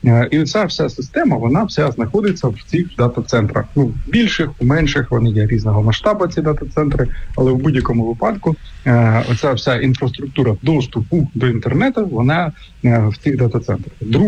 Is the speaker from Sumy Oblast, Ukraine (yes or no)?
yes; Sumy Oblast, Ukraine; мою рідну Сумську область